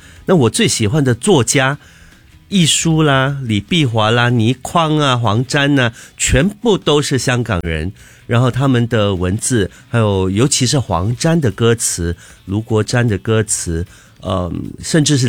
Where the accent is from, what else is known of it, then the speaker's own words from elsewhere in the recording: Singapore; 可是你说我们新加坡人的华语的水平有到了什么地方呢？我们的华语水平不到半桶水、嗯、我们的英语可能也不到半桶水。